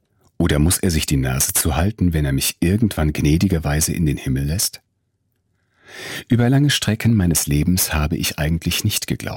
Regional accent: North Rhine-Westphalia, Germany; Ich bin im Siegerland aufgewachsen. Dort saugt man das Evangelium, die Bibel mit der Muttermilch auf.

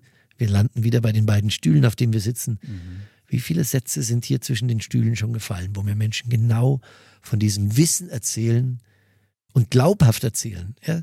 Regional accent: Mühldorf am Inn, Bavaria, Germany

